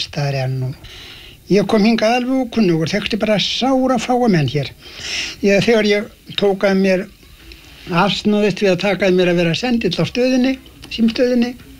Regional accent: Meðalland, Southern Region, Iceland; now in Vestmannaeyjar, Iceland; Nei. Ég var uppvaxtar án mín þarna eftir í Meðalandi, fór að búa á 1910 í Meðalandinu, flutti þá að Steinsmýri

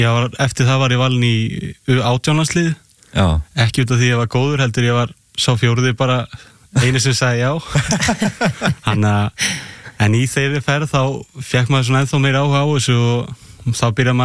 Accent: Grindavík, Southern Peninsula, Iceland; Ég úr Grindavík, þannig að það mikil pínumenning þar.

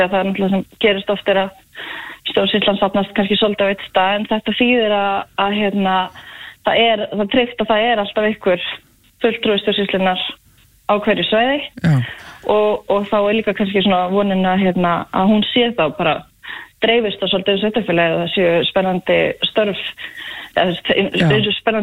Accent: Hella, Southern Region, Iceland; nei, ég það alls ekki ég sunnlendingur, ég uppalinn á Helli flutti hingað 2018

